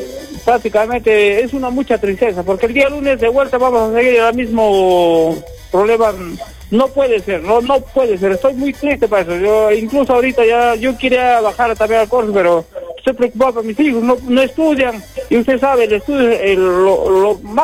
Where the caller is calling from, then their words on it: Peru; como peruanos